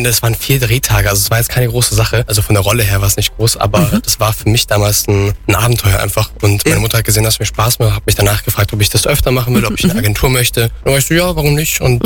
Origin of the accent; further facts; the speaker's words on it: Bavaria, Germany; Allgäu ist auf jeden Fall meine Heimat.